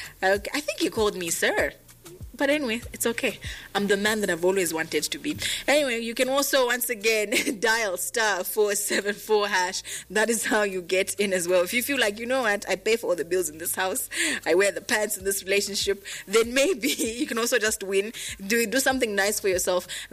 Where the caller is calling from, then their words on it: Zambia; I'm calling from Windbig, Zambia.